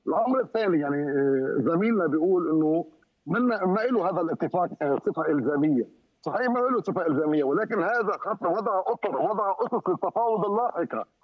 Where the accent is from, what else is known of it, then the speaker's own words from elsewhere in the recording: Lebanon; نحن بحاجه كلبنانيين